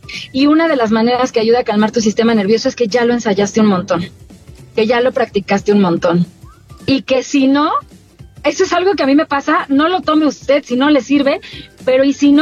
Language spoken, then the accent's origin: Spanish; Mexico; así somos las familias de México